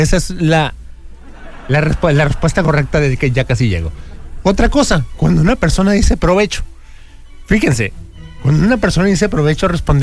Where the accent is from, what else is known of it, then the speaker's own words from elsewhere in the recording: Mexico; Otra de las cosas que hacemos los mexicanos, ahorita que somos 100% mexicanos